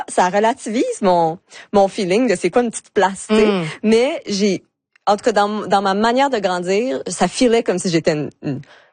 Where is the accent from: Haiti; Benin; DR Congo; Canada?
Canada; Deux-Montagnes, Quebec; Mais en fait, quand je dis que je viens de Deux-Montagnes, tout le monde me demande, me font des blagues sur les Deux-Montagnes de Deux-Montagnes.